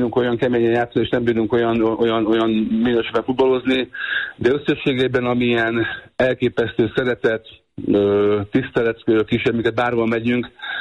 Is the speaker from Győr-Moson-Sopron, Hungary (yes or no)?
yes; Győr, Győr-Moson-Sopron, Hungary; a szülővárosom 2005-ben megkeresett, és visszaigazoltam Győrbe az csapatához.